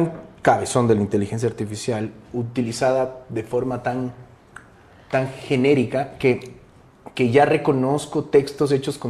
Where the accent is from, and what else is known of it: Ecuador